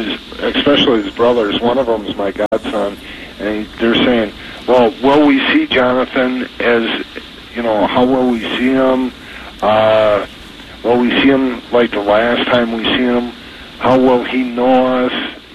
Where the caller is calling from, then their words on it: Beaver Dam, Wisconsin, United States; Beaver Dam, Wisconsin.